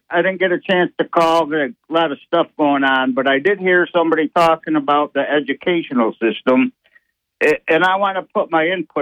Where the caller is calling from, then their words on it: the Ward, New York, United States; from the Ward.